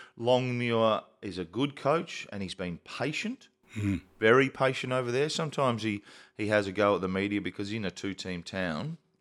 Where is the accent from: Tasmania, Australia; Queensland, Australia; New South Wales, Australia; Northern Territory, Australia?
Northern Territory, Australia; Alice Springs; Growing up in Alice Springs, playing with all my mates